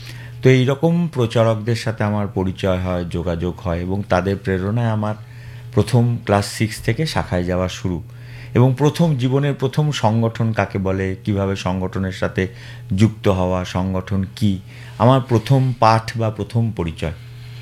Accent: Raiganj, West Bengal, India; also born or lived in Siliguri; আমি রায়গঞ্জ শহরেই আমার বেড়ে ওঠা, সেখান থেকে আমার গ্র্যাজুয়েশন কমপ্লিট করা। পরবর্তীতে শিলিগুড়িতে একটি বিদ্যালয়ে চাকরির সুবাদে আমি শিলিগুড়িতে চলে যাই

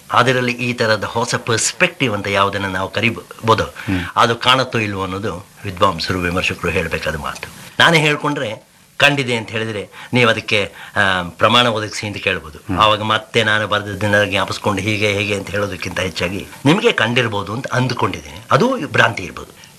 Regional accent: Karnataka, India; ಎಷ್ಟೇ ಆದರೂ ನಾನು ಕನ್ನಡಿಗ, ಹುಟ್ಟಿ ಬೆಳೆದಿದ್ದು ಕನ್ನಡ ದೇಶದಲ್ಲಿ, ನನ್ನ ತಪಸ್ಸೆಲ್ಲ ಕನ್ನಡದ ಬಗ್ಗೆ.

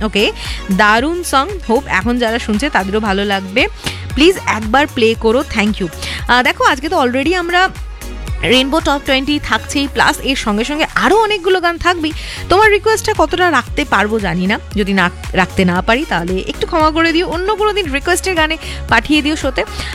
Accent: Andul, West Bengal, India; আমার বাড়ি হাওড়া আন্দুল।

